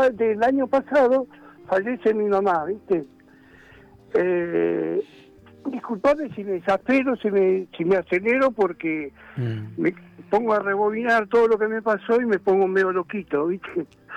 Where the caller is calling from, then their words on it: La Reja, Buenos Aires Province, Argentina; de la Reja, padre.